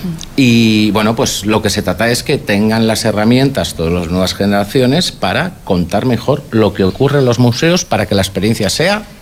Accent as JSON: {"language": "Spanish", "region": "Valencian Community", "country": "Spain", "said": "la identidad valenciana, que somos tierra de músicos."}